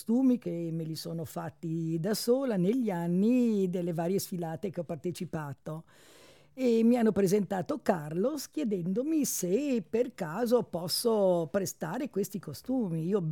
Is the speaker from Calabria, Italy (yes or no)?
no; Laives, Trentino-Alto Adige, Italy; sono di Laives.